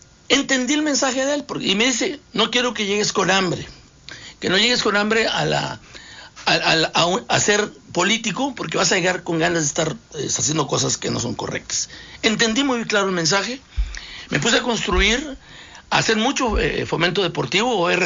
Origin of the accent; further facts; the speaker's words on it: Matamoros, Tamaulipas, Mexico; Nací en una estación de radio, prácticamente, en año, yo nací en el 58, soy de Matamoros, Tamaulipas, allá tenemos una estación de radio, la XEEW, la voz del Bajo Bravo, en donde ahí pues crecí entre esos bulbos.